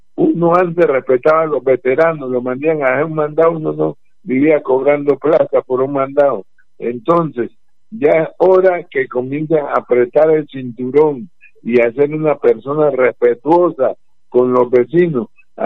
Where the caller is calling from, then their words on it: Buenaventura, Valle del Cauca, Colombia; quiero a Buenaventura, yo de aquí no me quiero ir, me están sacando, que para irme a Medellín, pero no me voy a ir, quiero morir en mi tierra.